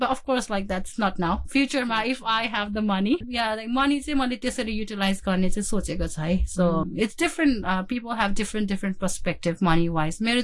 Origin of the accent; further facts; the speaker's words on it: Darjeeling, West Bengal, India; now in Hong Kong; Darjeeling ma hurkera chai